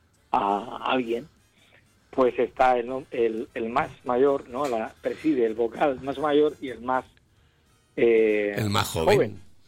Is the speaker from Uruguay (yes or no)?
no; Cartagena, Region of Murcia, Spain; me alegro mucho de ser cartagenero